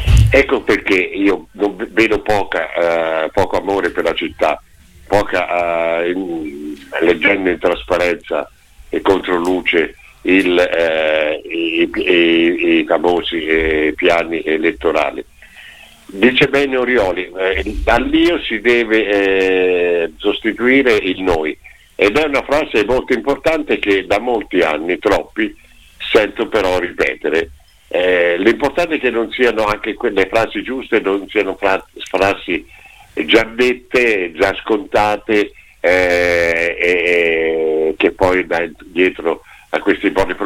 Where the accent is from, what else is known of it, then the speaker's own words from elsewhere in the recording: Perugia, Umbria, Italy; io, che non sono di Macerata ma sono di Perugia.